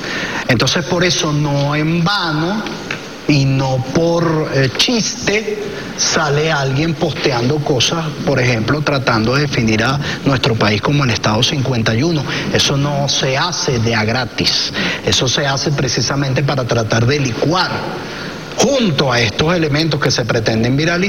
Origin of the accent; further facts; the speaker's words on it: Venezuela; estamos defendiendo lo que nos caracteriza como nación venezolana.